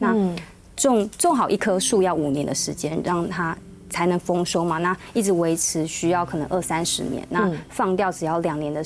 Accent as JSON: {"language": "Chinese", "region": "Yilan County", "country": "Taiwan", "tie": "born or raised there", "moved": "yes", "said": "就是回到宜兰之后"}